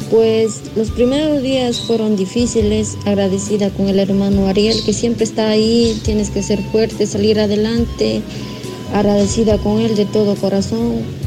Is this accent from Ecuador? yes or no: yes; Ecuador; now in New York, United States; soy de Ecuador y decidí venir y me encuentro aquí ahora en Nueva York.